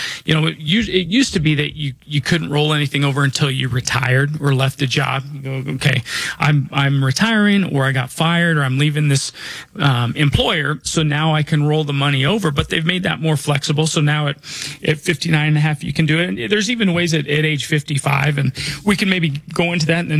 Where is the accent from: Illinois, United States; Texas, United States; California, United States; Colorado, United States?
Colorado, United States; Denver; I was born and raised here in Denver.